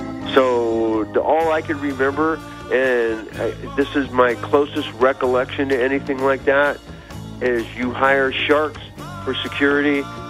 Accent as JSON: {"language": "English", "area": "Bay Area", "region": "California", "country": "United States", "said": "we're all from the Bay Area"}